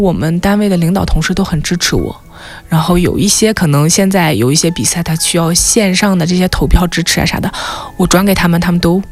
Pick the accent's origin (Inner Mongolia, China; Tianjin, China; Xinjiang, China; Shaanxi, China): Inner Mongolia, China; Xilingol